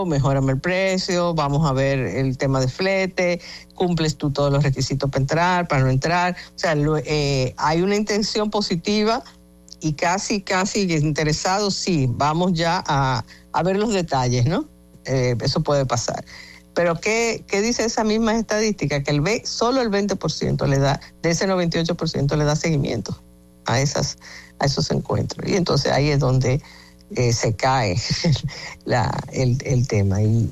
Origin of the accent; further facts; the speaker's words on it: Dominican Republic; me duele como dominicana